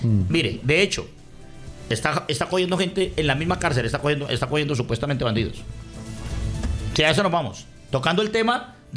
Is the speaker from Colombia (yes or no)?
yes; Colombia; mi punto de vista como colombiano